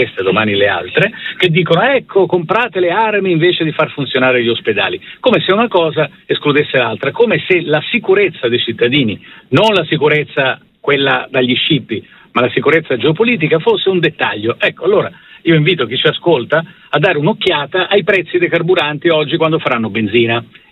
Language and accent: Italian; Naples, Campania, Italy; Io sono di Napoli, ho vissuto l'agonia decennale, ultra decennale dell'Ilva di Bagnoli